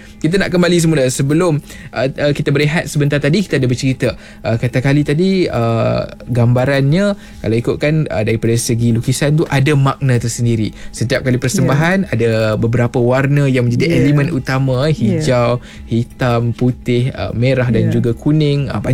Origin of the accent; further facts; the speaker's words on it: Sungai Petani, Kedah, Malaysia; now in Penang, Malaysia; So saya orang Sungai Petani, duduk pula di Pulau Pinang, lalu di Gelugur, setiap hari berlalu depan pejabat NMMS.